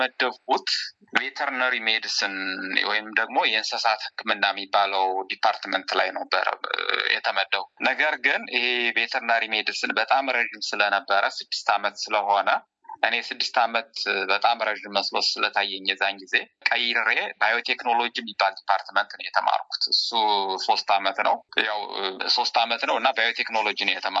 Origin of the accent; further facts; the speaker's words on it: Amhara, Ethiopia; የተወለድኩት ደቡብ ጎንደር ውስጥ እናት ወረዳ ውስጥ አባብቂላ ከምትባል ትንሽዬ ቀበሌ ነው። ትንሽዬ መንደር ነው።